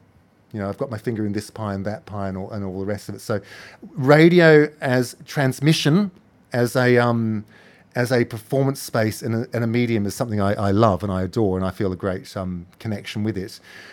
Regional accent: New Zealand; now in Sydney, Australia; I'm the rep in Australia, but I'm actually a New Zealander

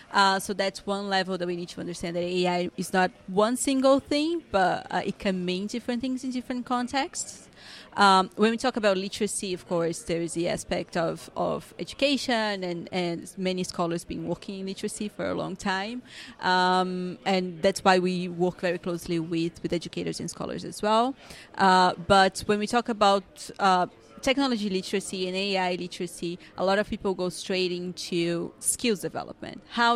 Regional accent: Brazil; now in United Kingdom; I'm from Brazil, but I'm currently located in the UK.

